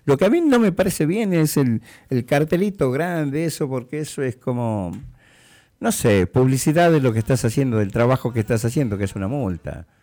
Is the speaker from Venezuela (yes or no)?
no; Argentina